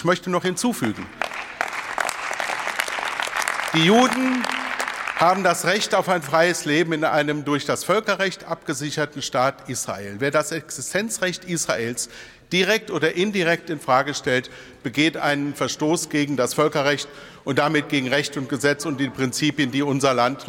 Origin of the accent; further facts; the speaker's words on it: Wuppertal, North Rhine-Westphalia, Germany; in meiner Heimatstadt Wuppertal